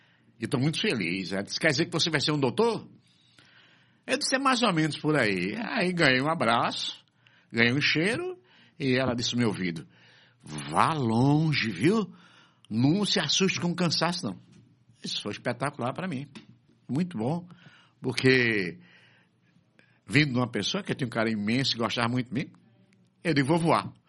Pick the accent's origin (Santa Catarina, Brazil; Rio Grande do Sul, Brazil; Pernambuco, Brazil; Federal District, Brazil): Pernambuco, Brazil; Recife; born there; Eu nasci em Recife.